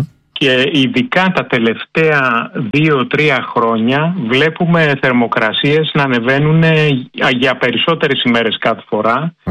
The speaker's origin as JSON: {"language": "Greek", "country": "Greece", "tie": "born or raised there", "moved": "as an adult", "lives_now": "Kent, United Kingdom", "said": "εμείς ως Έλληνες, ξέρω εγώ, έχουμε μεγαλώσει η Ελλάδα, έχω ζήσει σε συνθήκες κάψωνα."}